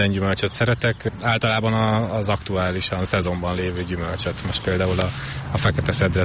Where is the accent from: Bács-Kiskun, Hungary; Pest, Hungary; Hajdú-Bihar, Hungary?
Pest, Hungary; Nagykovácsi; moved away as an adult; now in Budapest, Hungary; Én Nagykovácsiban nőttem fel, de hát az ugye egy Budapest közeli kis település, de én már jó pár éve, én már 10 éve itt élek Budapesten.